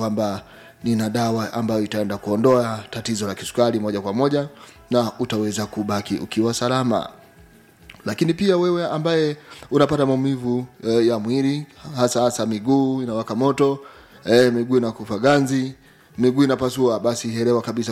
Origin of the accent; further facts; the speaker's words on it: Bariadi, Simiyu, Tanzania; now in Iringa, Tanzania; Nimetokea Bariadi mkoani Simiyu. Lakini kwa sasa niko hapa Iringa.